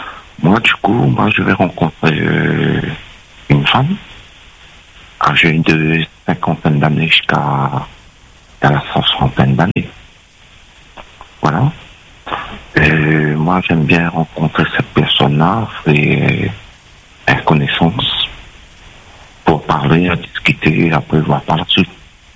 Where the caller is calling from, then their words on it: Saint-Denis, Réunion; j'habite à Saint-Denis. Je suis pas numérique, j'habite dans le Nord.